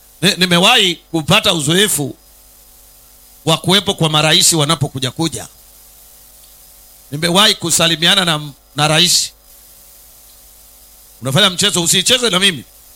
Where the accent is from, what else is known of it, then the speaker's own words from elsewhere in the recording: Kilimanjaro, Tanzania; Mimi natokea Kilimanjaro.